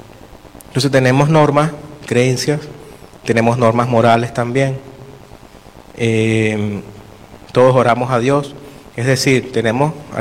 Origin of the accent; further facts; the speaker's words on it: Venezuela; moved away; de donde yo vengo